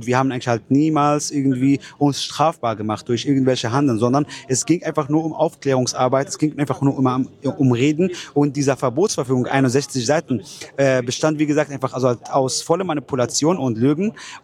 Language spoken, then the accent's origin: German; Palestine; beziehungsweise ich auch als Palästinenser, haben das Recht eigentlich auf Rückkehr nach Palästina.